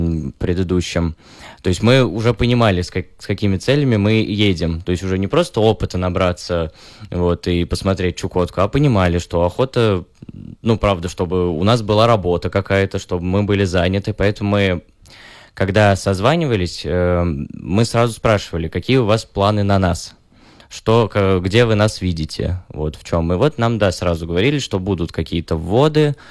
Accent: Kazan, Tatarstan, Russia; born there; also born or lived in Kimry, Tver Oblast; now in Chukotka, Russia; Мы приехали сюда из города Кимры, который находится в Тверской области, но вообще родились мы в Казани, вот. Но вот 5 лет жизни посвятили Тверской области.

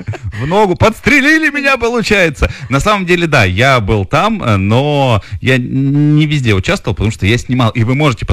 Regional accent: Omsk, Omsk Oblast, Russia; moved away; я родом из Омска, у нас там совершенно другие игры были в детстве

